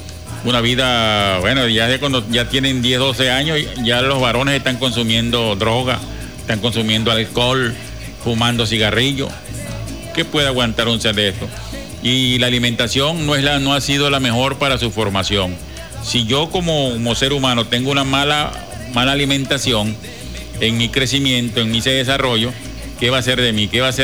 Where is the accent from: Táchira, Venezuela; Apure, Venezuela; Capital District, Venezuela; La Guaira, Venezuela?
Apure, Venezuela; Guasdualito; moved away; allá de mi pueblo, Guajualito